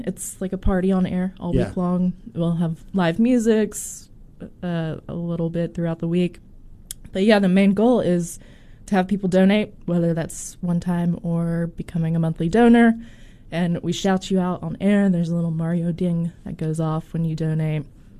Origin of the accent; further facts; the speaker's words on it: Oxford, Mississippi, United States; also born or lived in New York; So I spent a lot of time between my hometown in Oxford, Mississippi, and New York.